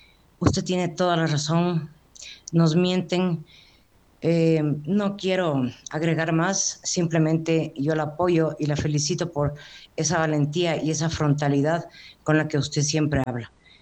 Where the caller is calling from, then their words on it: Ambato, Tungurahua, Ecuador; desde Ambato.